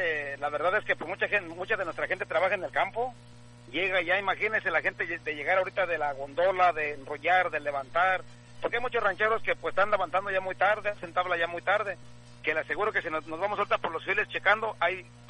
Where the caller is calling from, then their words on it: Fresno, California, United States; De aquí de Fresno, oiga.